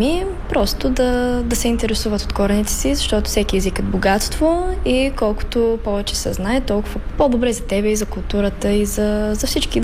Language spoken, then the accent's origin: Bulgarian; Sevlievo, Gabrovo Province, Bulgaria; now in Chicago, United States; съм от Севлиево по принцип, но малко, нали, малък град